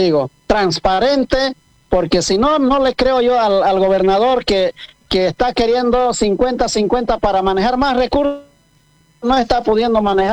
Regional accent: Potosí, Bolivia; Yo nací en el departamento de Potosí.

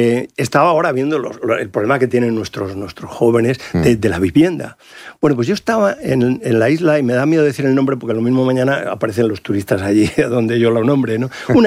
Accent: Madrid, Community of Madrid, Spain; now in Salamanca, Spain; yo soy madrileño y ahora estoy adoptado en Salamanca por la cátedra, ¿no? Pero vengo aquí feliz.

